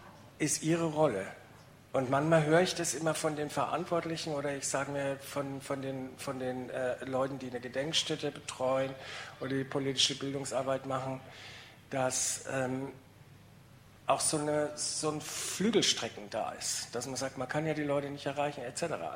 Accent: Bavaria, Germany; ich bin in Bayern groß geworden

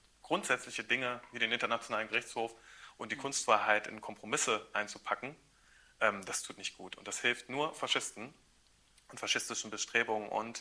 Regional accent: Saxony-Anhalt, Germany; Aber ich komme aus Sachsen-Anhalt

